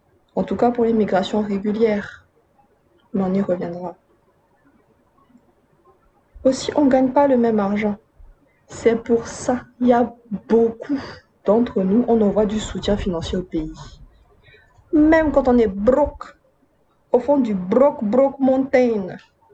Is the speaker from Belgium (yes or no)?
no; Madagascar; en gros, j'ai mes papiers malgaches, toujours, mais j'ai été et je reste de la diaspora malgache. Je suis une malgache qui sera toujours diaspora, je pense.